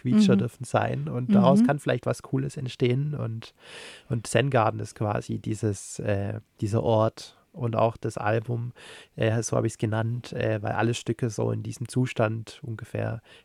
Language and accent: German; Unterensingen, Baden-Württemberg, Germany; aber auch nicht zu weit weg von meiner Heimat Stuttgart-Region, Unterenzingen, Nürtingen.